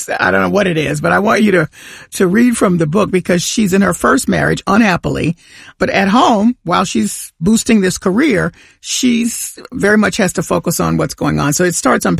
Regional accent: Bible Belt, United States; because I grew up in the Bible Belt. And so there's all kinds of discussion about faith and religion day in and day out.

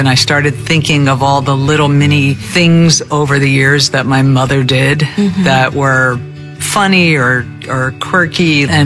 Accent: New Jersey, United States; But we're from New Jersey, so they cut a deal.

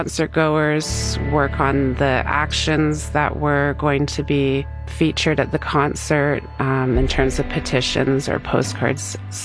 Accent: India; born there; I was born in India to my Tibetan father and my Canadian mother.

